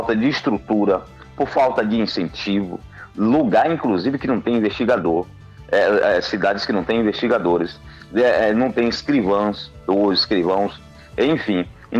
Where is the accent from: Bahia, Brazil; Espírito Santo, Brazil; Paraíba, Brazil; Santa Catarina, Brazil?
Bahia, Brazil; aqui no Baixo Sul da Bahia, que é uma região de onde eu sou oriundo